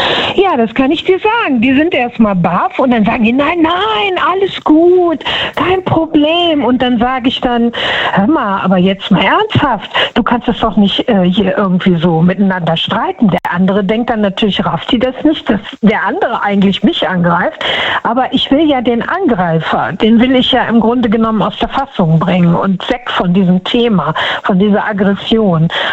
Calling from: Düsseldorf, North Rhine-Westphalia, Germany; Hallo, aus NRW.

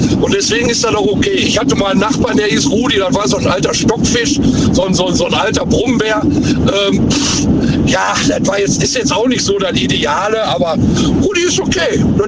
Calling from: North Rhine-Westphalia, Germany; Ich komme vom Niederrhein, Kreis Wesel.

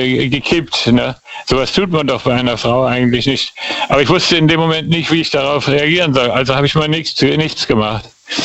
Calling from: Heidelberg, Baden-Württemberg, Germany; Ich lebe in Heidelberg-Hanschelsheim.

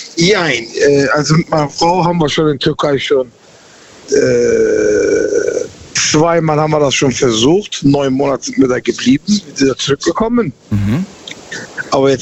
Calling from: Cologne, North Rhine-Westphalia, Germany; Ja, aus Köln.

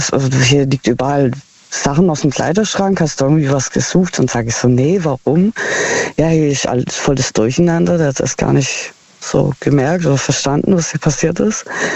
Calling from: Heilbronn, Baden-Württemberg, Germany; Aus Heilbronn.

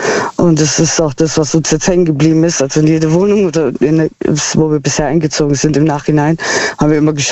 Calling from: Heilbronn, Baden-Württemberg, Germany; Aus Heilbronn.

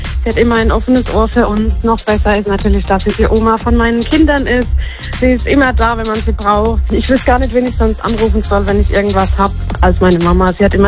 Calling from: Elmstein, Rhineland-Palatinate, Germany; Aus Elmstein. Das liegt im schönen Pfälzer Wald im Landkreis Bad Dürkheim.

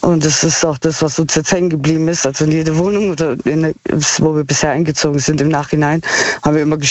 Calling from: Heilbronn, Baden-Württemberg, Germany; Aus Heilbronn.

